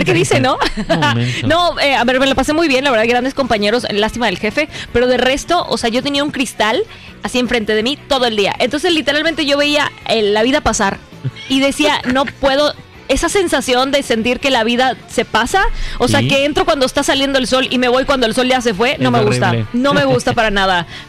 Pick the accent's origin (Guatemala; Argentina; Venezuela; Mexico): Mexico; Fracasé como mexicana porque a mí ese tema me da terror